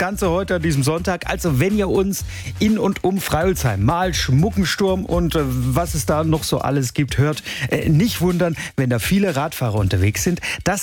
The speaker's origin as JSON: {"language": "German", "region": "Baden-Württemberg", "country": "Germany", "tie": "born or raised there", "said": "heute Morgen bin ich aus meiner Heimat, also aus dem Nordschwarzwald, hierher gefahren nach Offenburg."}